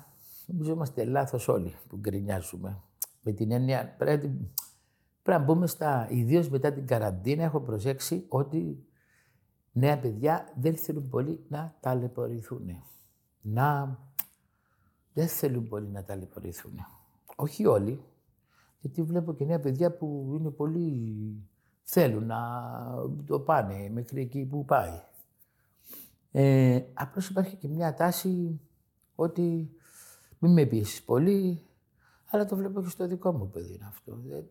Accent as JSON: {"language": "Greek", "country": "Greece"}